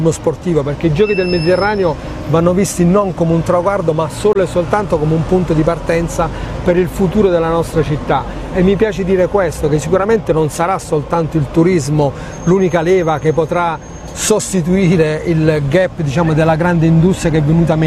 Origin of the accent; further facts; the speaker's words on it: Taranto, Apulia, Italy; io sono un tarantino, c'ho una cozza a fianco al cuore